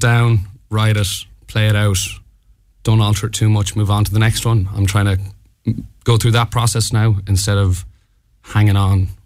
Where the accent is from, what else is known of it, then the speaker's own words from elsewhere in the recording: Ballinrobe, Connacht, Ireland; I'm from Ballinrobe, County Mayo.